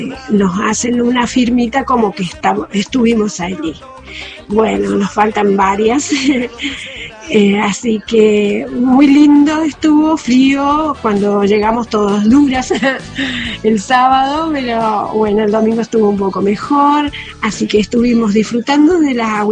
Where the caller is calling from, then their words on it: Argentina; Somos moteras argentinas de San Luis y de muchos lados.